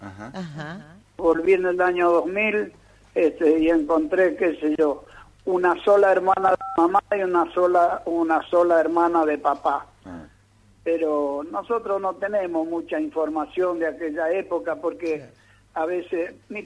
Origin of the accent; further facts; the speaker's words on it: Italy; now in Argentina; Y agradezco a Argentina, uh-huh. agradezco a Argentina que me cobijó cuando vine y por eso le enseñé a mis hijos a amar a dos patrias